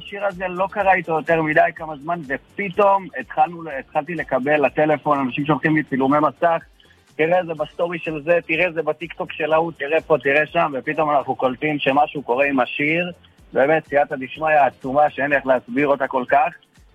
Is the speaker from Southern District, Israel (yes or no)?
yes; Netivot, Southern District, Israel; אני מהדרום, נתיבות, אני בן 27